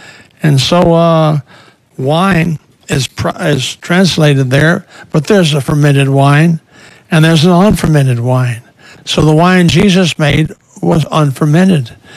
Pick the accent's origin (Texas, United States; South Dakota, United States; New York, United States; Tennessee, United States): South Dakota, United States; I think about the church I was raised in South Dakota.